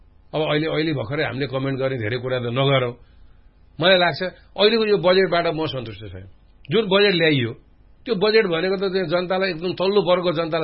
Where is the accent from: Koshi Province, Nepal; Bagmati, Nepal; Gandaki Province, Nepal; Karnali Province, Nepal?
Gandaki Province, Nepal; Pokhara; हामी त यहीँ जन्मेर हुर्केको